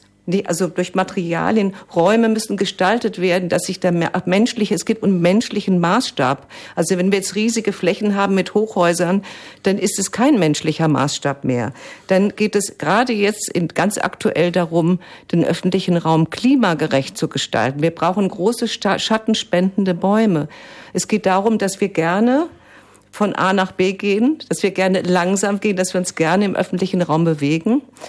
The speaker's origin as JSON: {"language": "German", "town": "Frankfurt", "region": "Hesse", "country": "Germany", "said": "Also ich komme zum Beispiel aus Sachsenhausen, da sind verschiedene, da gibt es noch diese Struktur."}